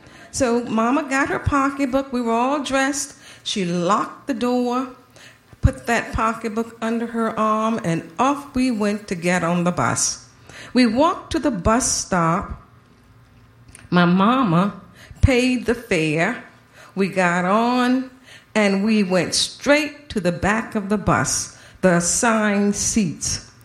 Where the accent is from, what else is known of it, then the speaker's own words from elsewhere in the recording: Savannah, Georgia, United States; I grew up in Savannah, Georgia, in the deep, deep South.